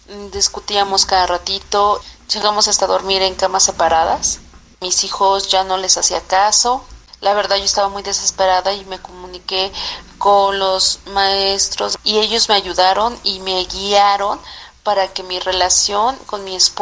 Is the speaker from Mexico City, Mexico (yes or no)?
yes; Coajimalpa, Mexico City, Mexico; soy de aquí de Coajimalpa, de la Ciudad de México.